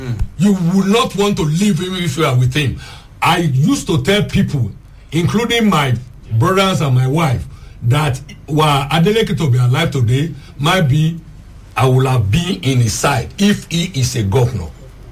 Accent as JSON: {"language": "English", "town": "Odiom", "country": "Nigeria", "tie": "born or raised there", "said": "my hometown, Odiom."}